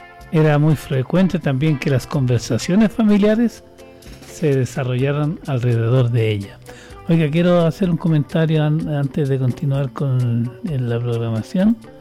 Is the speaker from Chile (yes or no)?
yes; Rosario Lo Solís, O'Higgins, Chile; born there; soy de... nací ahí, pues.